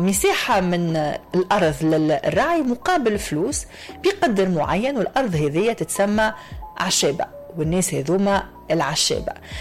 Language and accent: Arabic; Tunisia; accent: Tunisian; لهجتنا التونسية